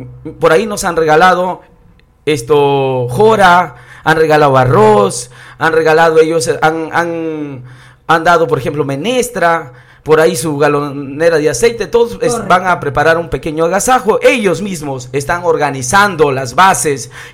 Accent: Tucumán, Lambayeque, Peru; Mi pueblo de Tucumán y sus caseríos

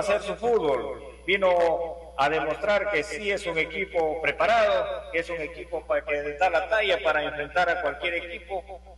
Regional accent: La Rioja, Argentina; Pero bien, nosotros como riojanos nos alegramos porque tenemos al fin 2 equipos riojanos que vienen intentando jugar una departamental.

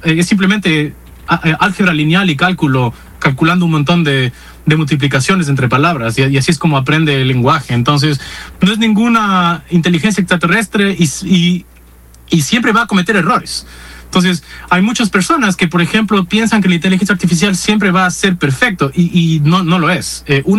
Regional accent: Ecuador; moved away; Yo salí de Ecuador en 2020 y lamentablemente no he regresado

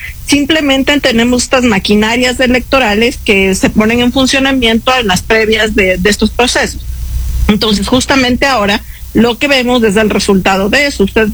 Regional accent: Ecuador

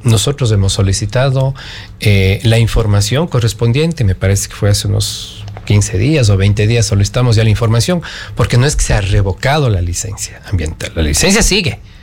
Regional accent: Ecuador; no solo como asambleístas, sino como ecuatorianos, como osoyos, tenemos que estar vigilantes

